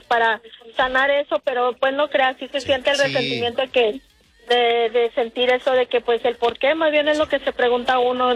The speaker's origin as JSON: {"language": "Spanish", "region": "Chihuahua", "country": "Mexico", "said": "yo soy del estado de Chihuahua"}